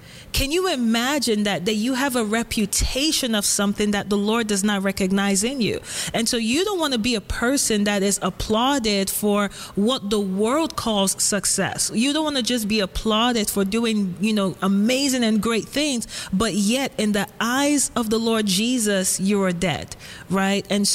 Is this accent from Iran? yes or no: no; Lagos, Nigeria; now in California, United States; I grew up in Lagos, Nigeria, and I'm the last born of my family. I'm the only girl in my family.